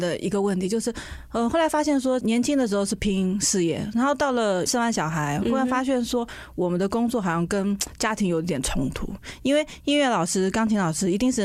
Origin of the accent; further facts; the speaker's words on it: Shanghai, China; moved away as an adult; now in Taiwan; 他不会像我们上海人